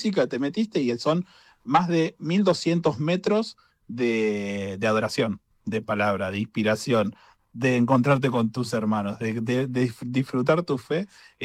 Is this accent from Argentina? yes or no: yes; Azul, Buenos Aires Province, Argentina; born there; now in Buenos Aires, Argentina; yo nací en Azul, soy del interior también